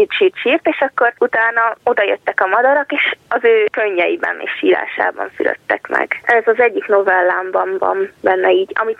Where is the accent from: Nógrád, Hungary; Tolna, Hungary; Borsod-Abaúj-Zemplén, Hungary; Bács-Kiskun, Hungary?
Bács-Kiskun, Hungary; Kecskemét; born there; Kecskeméten születtem, 11-es tanuló vagyok a Piarista gimnáziumban.